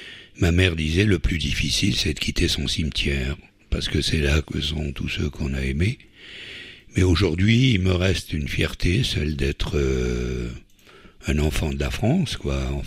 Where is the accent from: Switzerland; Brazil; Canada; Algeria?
Algeria; moved away; Ben écoutez, je viens d'Algérie, j'ai quitté ce pays en 1962 dans les conditions que nous connaissons.